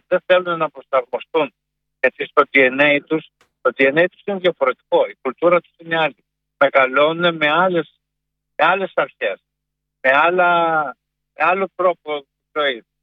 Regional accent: Thebes, Central Greece, Greece; now in Larissa, Greece; Εγώ ζω στη Λάρισα, αλλά μεγάλωσα στη Θήβα.

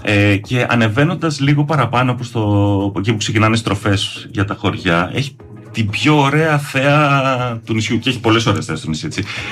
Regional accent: Ithaca, Ionian Islands, Greece; also born or lived in Astakos; Είμαι Κουρλοθιακός. Κατά το ίμιση. Κατά το άλλο μισό είμαι από τον Αστακό.

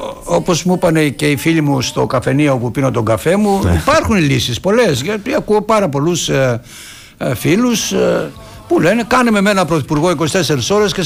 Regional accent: Greece; Είμαι από τους Έλληνες που δεν λέω ότι γνωρίζω τα πάντα.

